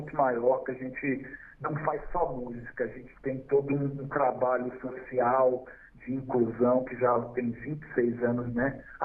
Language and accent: Portuguese; Brasília, Federal District, Brazil; born there; que sou de Brasília, nasci no Gama, vou fazer 56 anos agora, 44 anos de carreira.